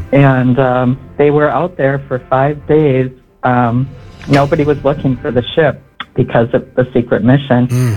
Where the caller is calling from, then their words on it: Hutchinson, Kansas, United States; Hutchinson. So I'm on my way to the memorial of parade and event at our Veterans Park.